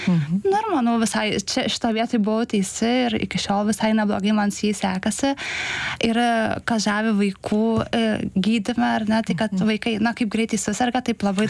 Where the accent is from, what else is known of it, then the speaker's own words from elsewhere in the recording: Kaunas, Kaunas County, Lithuania; aš irgi augau Kaune, bet baigiau Saulės gimnaziją.